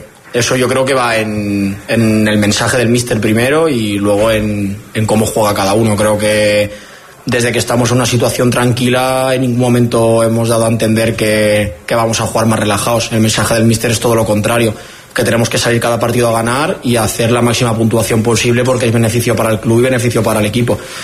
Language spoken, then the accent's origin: Spanish; Castellón de la Plana, Valencian Community, Spain; moved away; tengo arraigo evidentemente porque es mi tierra